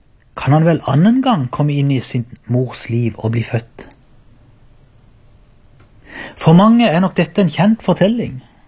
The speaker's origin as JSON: {"language": "Norwegian", "town": "Byremo", "region": "Agder", "country": "Norway", "said": "Jeg kommer fra Byremo og hører til menigheten Ebenezer Byremo."}